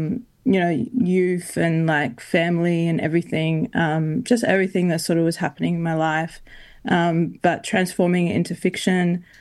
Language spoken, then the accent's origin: English; Queensland, Australia; I can write, you know, from the perspective of, you know, being a Queenslander, being a queer person, being a Black fella.